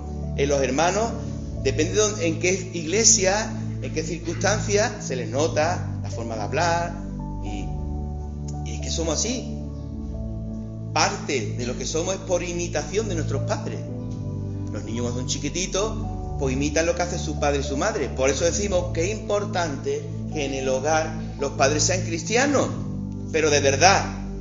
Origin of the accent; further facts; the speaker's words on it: Jaén, Andalusia, Spain; accent: ceceo; nosotros ceceamos y somos andaluces y de Jaén